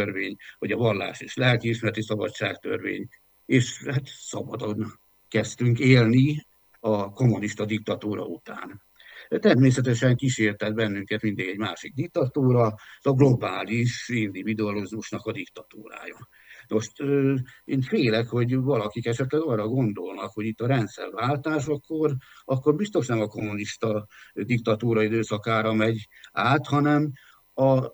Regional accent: Slovakia; jelenleg is a Benes dekrétumok alatti büntető hatás alatt állok, mivel felvidéki magyar vagyok, onnan származom

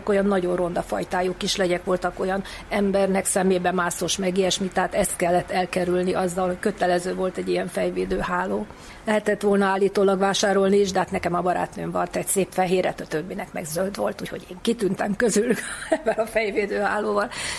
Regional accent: Budapest, Hungary; born there; Budapesten születtem.

